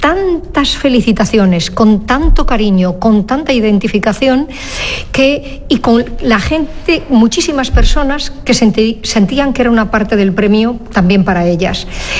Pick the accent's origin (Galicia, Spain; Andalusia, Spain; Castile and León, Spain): Castile and León, Spain; El Bierzo; born there; now in Valencia, Spain; he nacido en León, en la provincia de León, en El Bierzo.